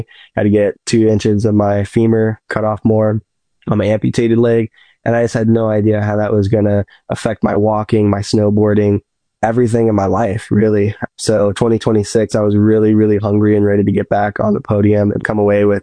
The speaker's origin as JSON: {"language": "English", "town": "St. Louis", "region": "Missouri", "country": "United States", "tie": "born or raised there", "said": "You know, I grew up in Missouri and St. Louis in the U.S. And as you guys know, that's not in the mountains at all. It's the Midwest."}